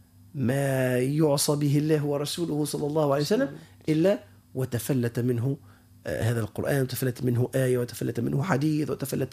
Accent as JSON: {"language": "Arabic", "country": "Tunisia", "said": "لها وهنيئا لنا كتونسيين."}